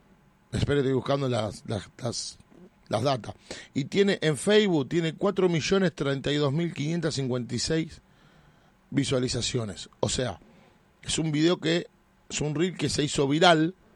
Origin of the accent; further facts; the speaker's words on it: Venado Tuerto, Santa Fe, Argentina; Está bien, yo también soy de Venado, Rempimporoteo. Los dos somos de Venado.